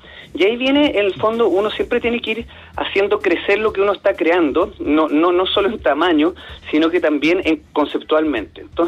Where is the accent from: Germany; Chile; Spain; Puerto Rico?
Chile; como chilenos, buenos chilenos